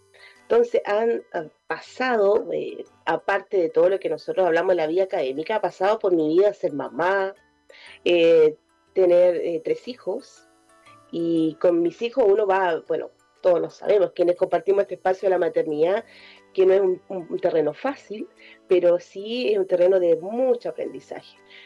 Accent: San Carlos, Ñuble, Chile; also born or lived in Antofagasta; crecí en la ciudad de San Carlos, Ñuble, en una ciudad, dígase, de contexto rural, muy pegado a San Fabián de Alico. Entonces mi vida circundó también entre dos ciudades y aún sigue así. Volví a esta zona de la zona central.

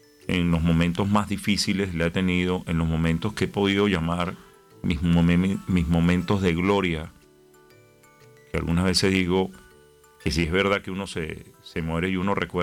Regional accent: Venezuela; yo como buen venezolano

